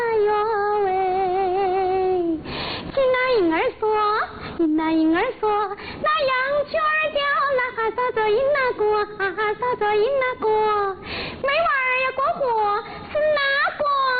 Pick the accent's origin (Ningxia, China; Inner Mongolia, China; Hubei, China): Hubei, China; Yidu; 我是宜都潘家湾乡的人。我们那个乡是土家族。